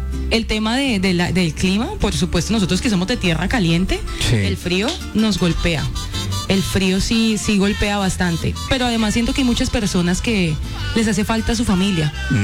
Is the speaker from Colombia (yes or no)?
yes; Villavicencio, Meta, Colombia; born there; also born or lived in Neiva, Huila / Tolima; Me crié, parte de mi niñez fue en el Tolima, pero yo me siento llanera porque yo me crié aquí en el Llano.